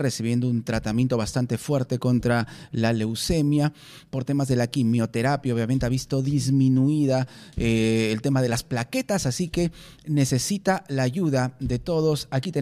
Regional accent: Peru; como peruanos generosos que somos

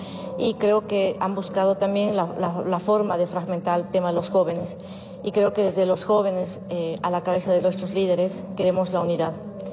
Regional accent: Bolivia; orgullosamente poder decir somos bolivianos.

